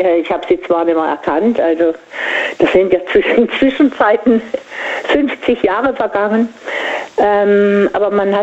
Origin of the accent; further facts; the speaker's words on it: Singen, Baden-Württemberg, Germany; ich komme ja aus Singen